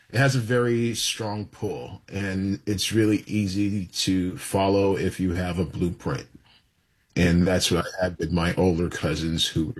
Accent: New York, United States; because growing up in New York City, for a lot of us, we were taught they're rats with wings, basically.

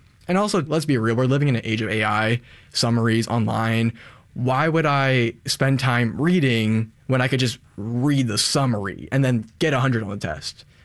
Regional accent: Staten Island, New York, United States; I'm from Staten. So my transportation is long wherever I go.

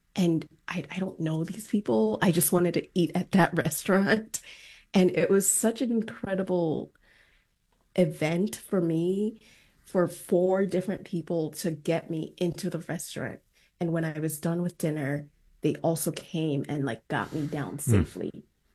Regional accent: Lagos, Nigeria; I mean, I grew up in Lagos, Nigeria, so I feel like the hustle and bustle is intrinsically part of who I am.

